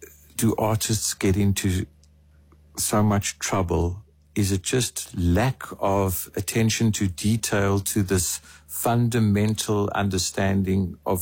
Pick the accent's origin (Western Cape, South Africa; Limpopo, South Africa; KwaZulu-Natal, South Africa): Western Cape, South Africa; Cape Town; I'm a South African, I'm a Capetonian, I'm doing hip-hop.